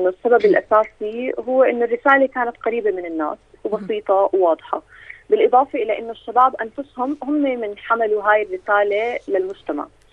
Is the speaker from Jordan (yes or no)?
yes; Jordan; لنا كأردنيين وكشباب عربي أيضا